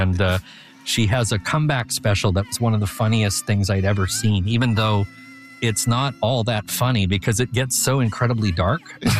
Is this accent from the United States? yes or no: no; Canada; as a Canadian who, you know, loved Marshall McLuhan